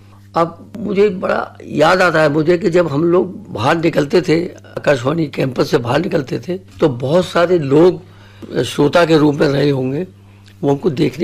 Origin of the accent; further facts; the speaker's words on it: Bulandshahr district, Uttar Pradesh, India; also born or lived in Porbandar, Gujarat; now in Muzaffarnagar, India; वैसे तो मैं डिस्ट्रिक्ट बुलंदशहर का रहने वाला हूँ, एक गांव का, ये करीब 50-60 साल से हम मुजफ्फरनगर में सेटल हैं।